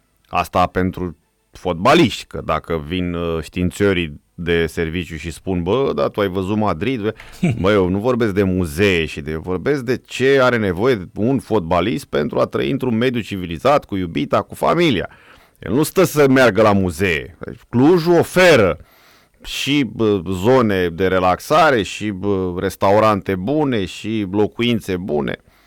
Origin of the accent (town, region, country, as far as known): Romania